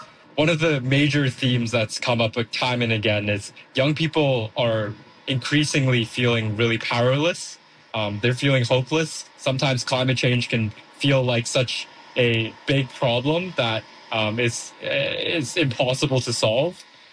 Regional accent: Edmonton, Alberta, Canada

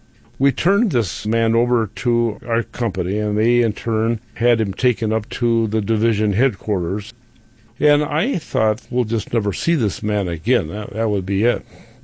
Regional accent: Wisconsin, United States

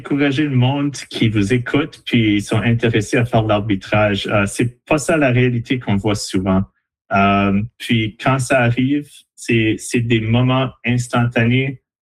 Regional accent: Saskatchewan, Canada; now in New Brunswick, Canada; Alors, comme vous avez dit, j'ai grandi à Saskatchewan.

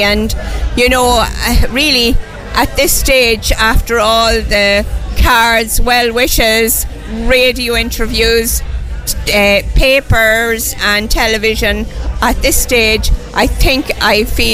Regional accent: Longwood, County Meath, Ireland; I'm from Longwood in County Meath and I'm representing the Athboy ICA Federation.

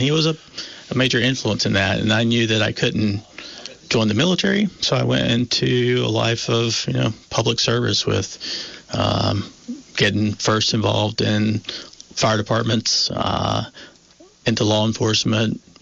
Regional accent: North Carolina, United States; Yeah, it's you know, I grew up in North Carolina.

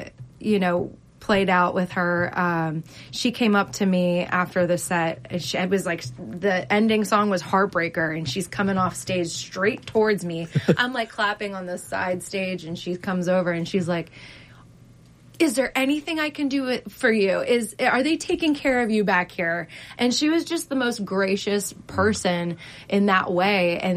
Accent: Youngstown, Ohio, United States; we're from Youngstown

